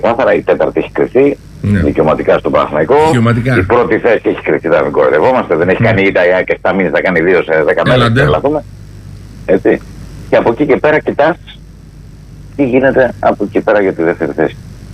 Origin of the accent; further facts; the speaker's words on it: Loutsa, Attica, Greece; και θα πω εκεί στα μέρη μου στη Λούτσα που έχει πολλές οθόνες.